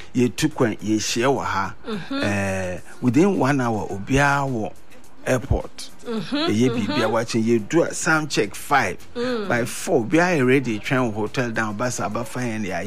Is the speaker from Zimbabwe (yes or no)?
yes; Zimbabwe; I'm a kind of fan, I'm from Zimbabwe.